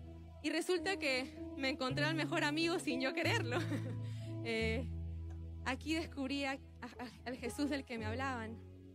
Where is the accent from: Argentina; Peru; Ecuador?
Ecuador; Bueno, ya saben que … soy de Ecuador y quiero decirles antes que otra cosa, que estoy muy feliz de estar en Arica